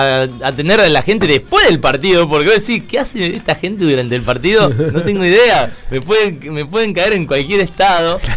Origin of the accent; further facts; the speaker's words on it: Argentina; somos Argentina